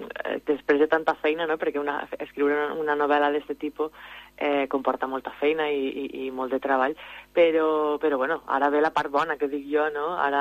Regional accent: Móra d'Ebre, Catalonia, Spain; jo sóc de Mora d'Ebre, de la Ribera d'Ebre

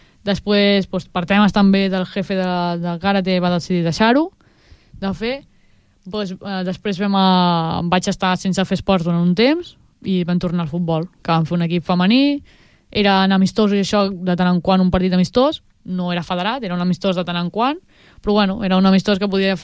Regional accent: Breda, Catalonia, Spain; born or raised there

